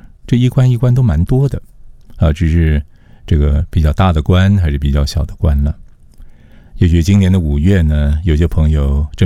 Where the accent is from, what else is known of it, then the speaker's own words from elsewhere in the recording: Taiwan; 当时的我们的台湾社会，我们很多听友呢都是在那个年代长大的